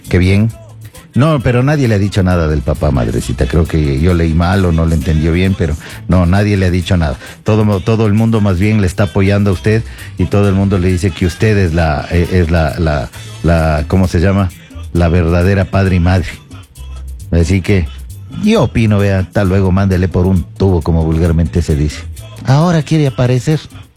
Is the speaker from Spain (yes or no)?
no; Ecuador; eso somos los ecuatorianos, gente de trabajo, de esfuerzo, de sacrificio.